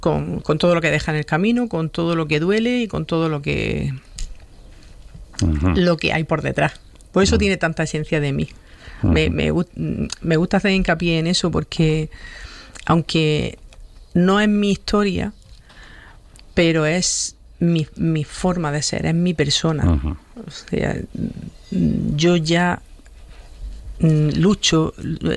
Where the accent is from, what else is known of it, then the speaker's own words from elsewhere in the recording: Huércal de Almería, Andalusia, Spain; Me encanta que haya sido aquí en mi pueblo, es que no podía haber sido de otra forma, claro, en Huércal.